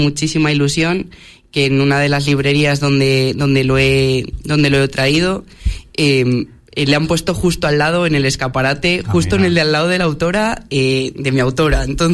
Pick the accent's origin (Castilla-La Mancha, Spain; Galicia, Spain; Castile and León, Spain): Castile and León, Spain; Pedrajas de San Esteban; born there; now in Medina del Campo, Spain; yo soy de Pedrajas de San Esteban, no soy nacida aquí, uh-huh, y he vivido allí muchos años.